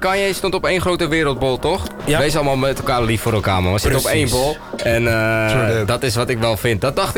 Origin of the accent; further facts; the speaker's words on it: North Holland, Netherlands; ik ben half Nederlands, half Spaans, hè. En ik kom oorspronkelijk uit Zaanstreek